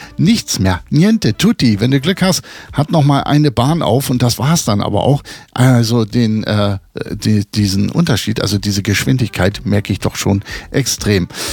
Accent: Germany; born there; moved away; Ich bin ja nicht in Hamburg geboren, sondern nur daneben. So, ich bin so ein Querläufer gewesen da im Norden.

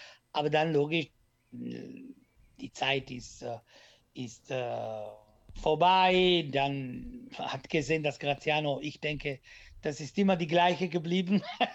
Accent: Italy; German is a second language; moved away as an adult; als Italiener mit weniger Deutsch

